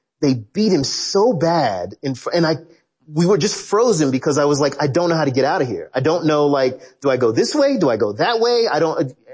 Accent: the South, United States; as a young black kid growing up in the South, America has this wondrous ability to gaslight you.

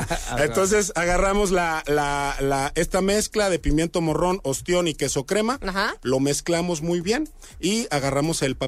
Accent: Mexico; como mexicanos nos ¿cómo se puede decir? Nos encanta el argüende, nos encanta la comida

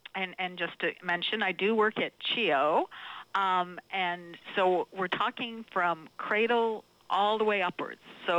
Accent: Thunder Bay, Ontario, Canada; born there; moved away; Well, I'm originally a long way from home. I was born in Thunder Bay.

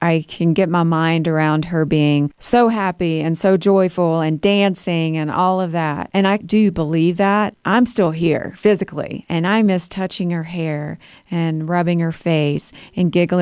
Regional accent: the South, United States; I grew up in the South. I went to church, but I would say my family wasn't like extremely religious.

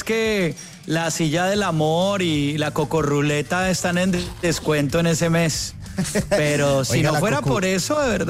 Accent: Colombia

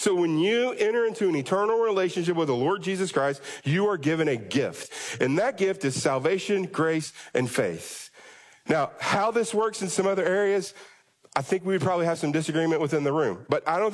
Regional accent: United States; not because I'm from America

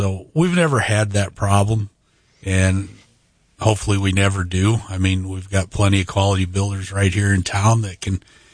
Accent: Minnesota, United States; now in Sioux Falls, United States; Sioux Falls, obviously I didn't grow up here. I grew up in Southwest Minnesota, but close to Sioux Falls

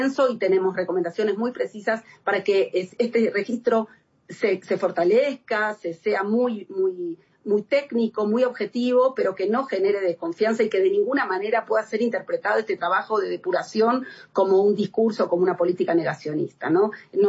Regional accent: Argentina; Vengo de Argentina y saben toda la discusión que hay sobre si son 30.000 o no son 30.000.

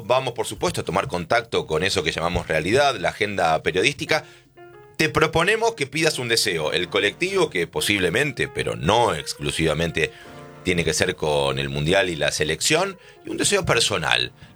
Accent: Argentina; hijo de rusos, soy argentino hasta los tuétanos. No olvido mis orígenes, pero yo soy argentino.

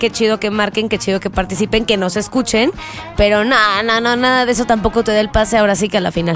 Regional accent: Mexico; La mayoría ya todos éramos mexicanos.

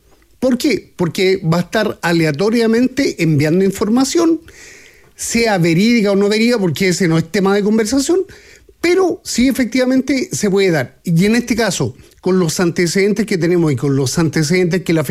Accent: Chile; siendo chileno

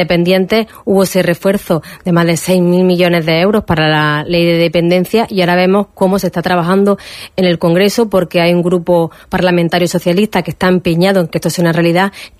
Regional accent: Torrox, Andalusia, Spain; como asárquica, como torroseña, como malagueña

